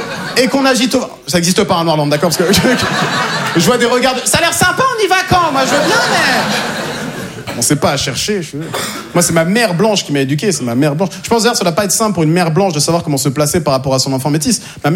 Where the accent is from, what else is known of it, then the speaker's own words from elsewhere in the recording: Normandy, France; born there; Je te réponds honnêtement, moi je suis né en Normandie.